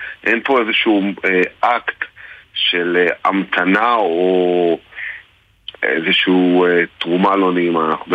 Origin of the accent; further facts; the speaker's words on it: Hadera, Haifa District, Israel; אנחנו מחדרה